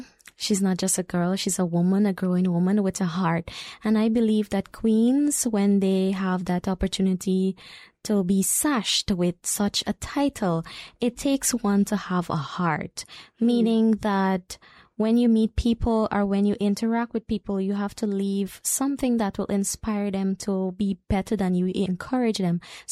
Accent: Aishalton, Upper Takutu-Upper Essequibo, Guyana; born there; moved away as an adult; also born or lived in Nappi Village / Lethem; originally I am from Aishalton village by birth.

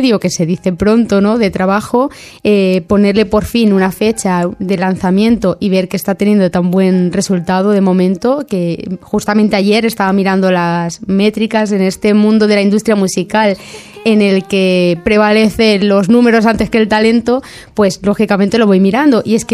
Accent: Montornès del Vallès, Catalonia, Spain; now in Lliçà, Spain; Pero vamos, que yo soy de Montornès y yo en todos los sitios veréis que la biografía, yo es que lo sigo mencionando, yo soy de Montornès, lo digo con orgullo.

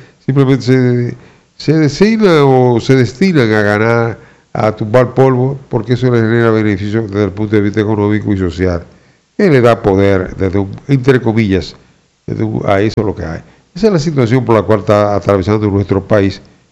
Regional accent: Dominican Republic; el dominicano, nosotros no apreciamos las bellezas que tiene nuestra provincia

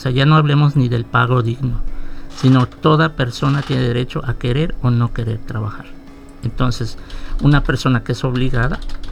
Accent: Mexico; Como mexicanos, pues nos pintamos solos ante estos eventos

